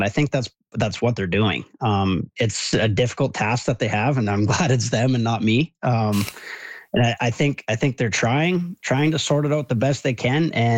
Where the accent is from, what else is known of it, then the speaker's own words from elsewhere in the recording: Canada; I guess as far as how does that make me feel as a Canadian, I feel the same as I always have.